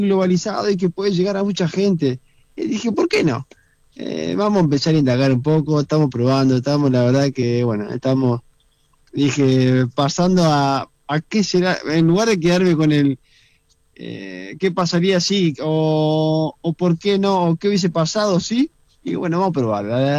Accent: Reconquista, Santa Fe, Argentina; Tenemos un club en Reconquista, en mi ciudad, donde yo soy de ahí, de Argentina

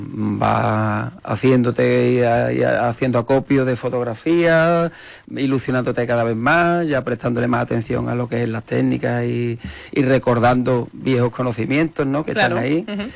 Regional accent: Morón de la Frontera, Andalusia, Spain; Soy de Morón. me gusta y me encanta Morón, y entonces mi mirada hacia Morón es especial en ese aspecto, ¿no?

